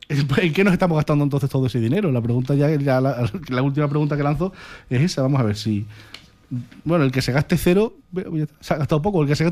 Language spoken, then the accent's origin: Spanish; Spain